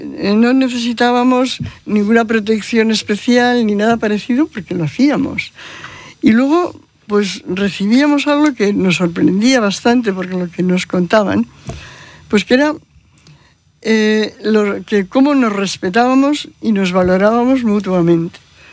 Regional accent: Vitoria-Gasteiz, Basque Country, Spain; nosotros tenemos un grupo, que somos todos del Gasteiz también

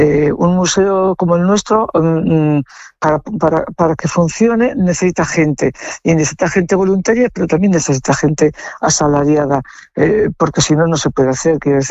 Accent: Gallarta, Basque Country, Spain; vengo de un pueblo alegre, de un pueblo con mucha gente en la calle

